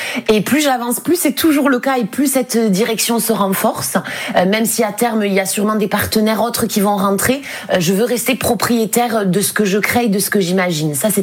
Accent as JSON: {"language": "French", "region": "Occitanie", "country": "France", "tie": "born or raised there", "accent": "Gascon", "moved": "as an adult", "lives_now": "Paris, France", "said": "ça a été tourné en fait dans 5 villes et villages du Gers, qui m'ont particulièrement marqué mon parcours. C'était très important pour moi de vraiment revenir là où j'ai grandi, là où j'ai vécu."}